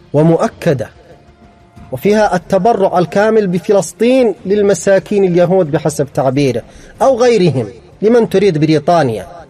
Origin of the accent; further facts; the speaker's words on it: Yemen; بلدنا اليمن